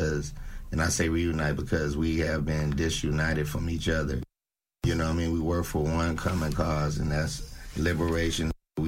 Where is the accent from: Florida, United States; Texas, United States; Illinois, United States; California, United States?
California, United States; San Francisco; also born or lived in Stone City; I'm born and raised in San Francisco, Hunters Point. And then, you know, and I was raised over in Stone City as well.